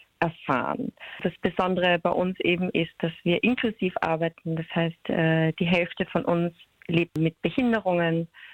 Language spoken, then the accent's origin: German; Vienna, Austria; Ich bin 32 Jahre, komme aus Wien, wie man vielleicht an meinem Akzent erkennen kann.